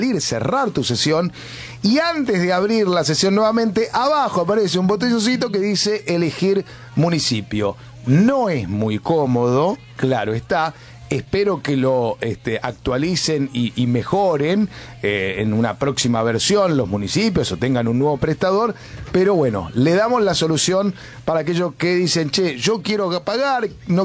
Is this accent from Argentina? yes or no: yes; Argentina; los argentinos.